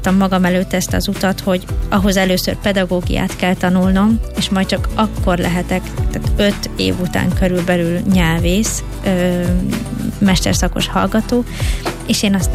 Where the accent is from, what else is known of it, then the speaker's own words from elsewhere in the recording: Budapest, Hungary; also born or lived in Hodász, Szabolcs-Szatmár-Bereg; Én már Budapesten születtem, édesanyám Szabolcs megyében hodászon nőtt fel, és én is a nyaraimat és az ünnepeket ott töltöttem a rokonokkal